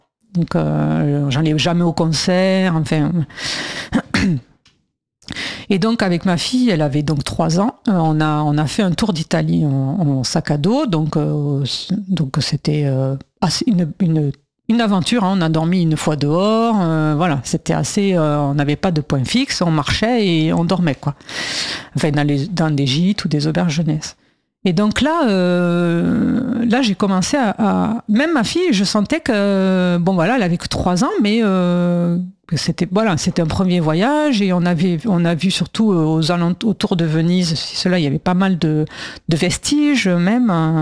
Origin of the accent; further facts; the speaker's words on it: Occitanie, France; moved away as an adult; also born or lived in Blois; now in Paris, France; quand on vient du Gers, on ne trouve pas ça perdu du tout